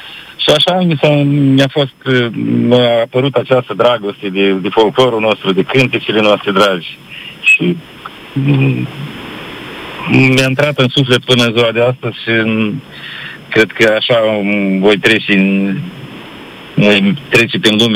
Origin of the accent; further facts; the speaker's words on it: Călărași District, Moldova; Desigur că acest cântec reprezintă zona noastră a raionului Călăraș, a satului meu drag, a zonei este de centru a Codrilor.